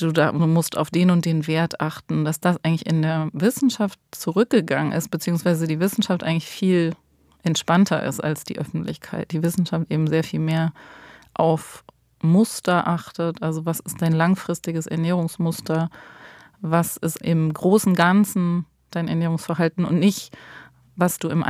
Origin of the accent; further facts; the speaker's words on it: Southern Germany, Germany; Ich komme ja eben auch aus Süddeutschland.